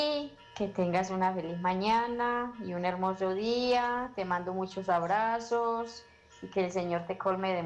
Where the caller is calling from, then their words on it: Vélez, Santander, Colombia; de la Vélez